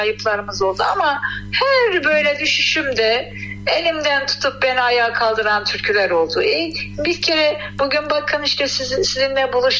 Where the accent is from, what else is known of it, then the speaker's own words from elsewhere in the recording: İspir, Erzurum, Turkey; Tabii ki Erzurumluyum ama diyorum ki ben kestirmeden Erzurum'un neresindensin diye sorulacağını bildiğim için ben İspirliyim diyorum.